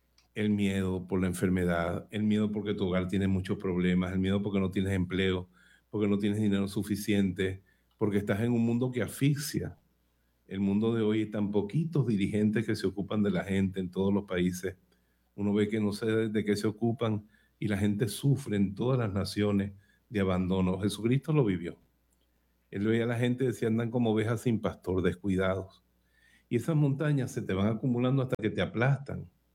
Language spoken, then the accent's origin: Spanish; Bejuma, Carabobo, Venezuela; nacieron en Bejuma, en mi pueblo